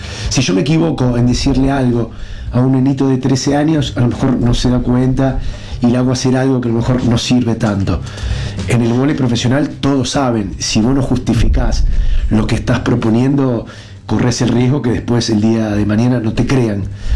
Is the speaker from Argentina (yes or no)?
yes; Arequito, Santa Fe, Argentina; born or raised there; also born or lived in Buenos Aires; now in Perugia, Italy